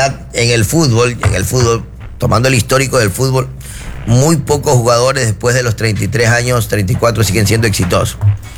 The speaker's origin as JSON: {"language": "Spanish", "country": "Ecuador", "said": "yo soy ecuatoriano"}